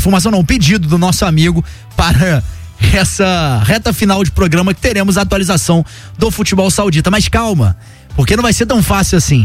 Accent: Rio de Janeiro, Brazil; É, porque eu sou da Vila da Penha.

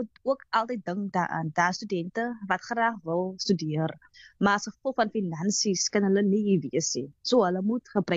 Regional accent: Atlantis, Western Cape, South Africa

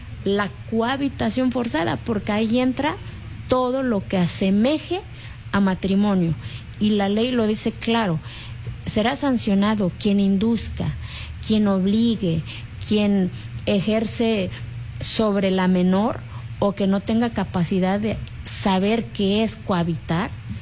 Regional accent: Santa María Quiegolani, Oaxaca, Mexico; moved away; hace 18 años mi pueblo no venía en el mapa de este país. No existía Santa María Kegolani.

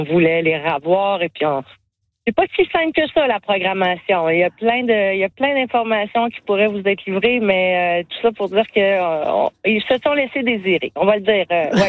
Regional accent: Quebec, Canada; Mais chez nous, en Outaouais, on est le seul événement en Amérique du Nord à avoir des montgolfières sur une capitale.

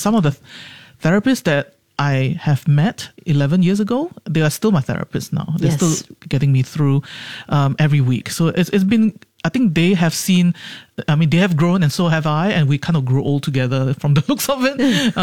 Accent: Singapore; because I grew up in Singapore, you know, I mean, this is what gets us through in Singapore.

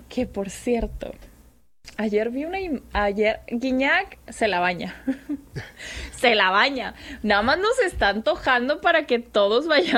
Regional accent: Mexico City, Mexico; Porque mi familia chilanga, como buenos chilangos, somos muy fan del pollo rostizado.

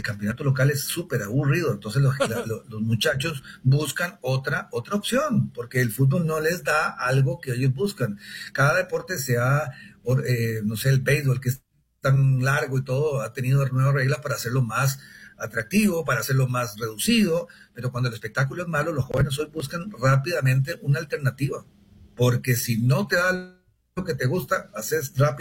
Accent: El Salvador

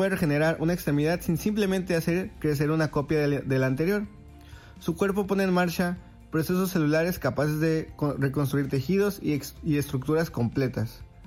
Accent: Mexico; cuando celebremos todo aquello que nos identifica como mexicanos

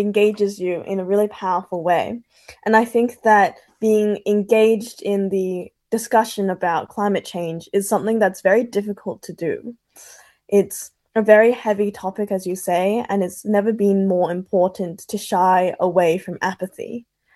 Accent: Melbourne, Victoria, Australia; I am from the West, which is where St. Albans is.

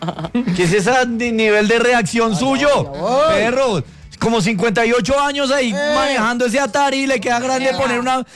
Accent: Colombia; lo que somos como colombianos

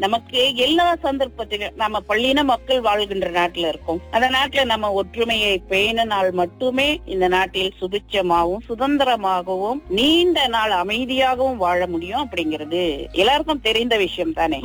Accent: Sitiawan, Perak, Malaysia; நான் பிறந்து வளர்ந்த சித்தியவானில்

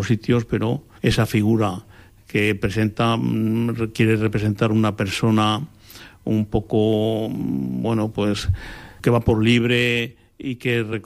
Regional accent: Ateca, Aragon, Spain; referente que el permanecer en Ateca y sentirme un atecano al 100%. Y pensar siempre en hacer cosas para mi pueblo.

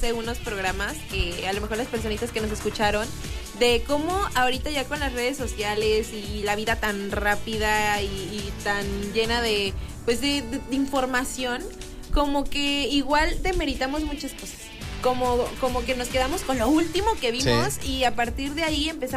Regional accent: Mexico; a veces como mexicanos no le damos como su mérito a nuestros compatriotas.

